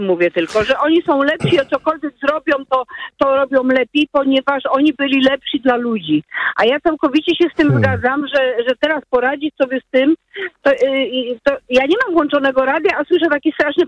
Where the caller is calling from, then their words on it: Poznań, Greater Poland Voivodeship, Poland; A, to u mnie w Poznaniu.